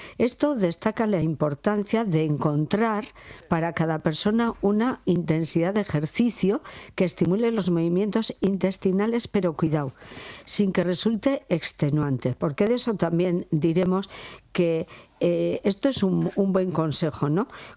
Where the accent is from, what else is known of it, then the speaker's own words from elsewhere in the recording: Santurtzi, Basque Country, Spain; aquí una santurchiarra.